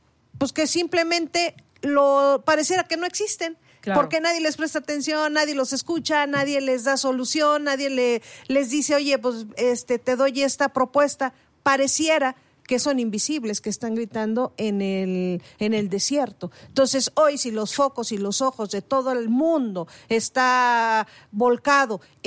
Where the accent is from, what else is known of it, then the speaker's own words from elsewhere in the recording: Mexico; Somos muchísimos los mexicanos.